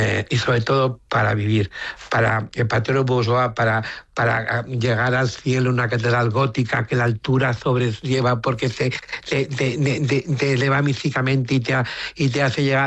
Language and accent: Spanish; Spain